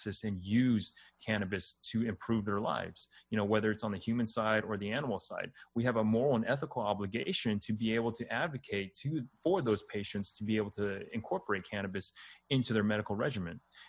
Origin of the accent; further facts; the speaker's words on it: Texas, United States; I was born and raised in Texas.